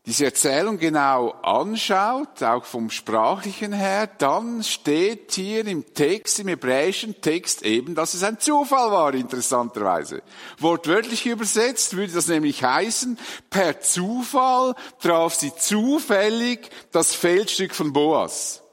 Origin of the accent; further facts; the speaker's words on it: Dietikon, Zurich, Switzerland; auf die Felder, wo ich aufgewachsen bin, in Dietikon, nahe von hier, nicht wahr?